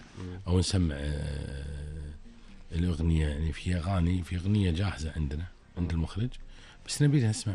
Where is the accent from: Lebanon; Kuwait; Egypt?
Kuwait; عندنا في الكويت